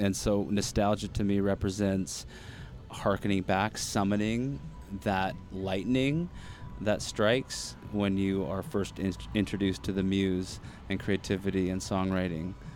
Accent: Vancouver, British Columbia, Canada; Yeah, we're all from Vancouver.

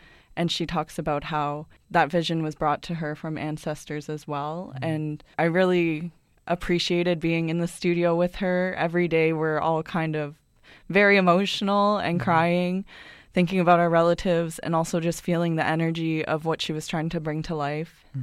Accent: Ontario, Canada; I'm from Munsi, which is in southwestern Ontario, and I'm part of the Loon Clan, and my home is my mom and my grandma because they're the ones that raised me. I was speaking in Ojibwe, and the last part was Lenape

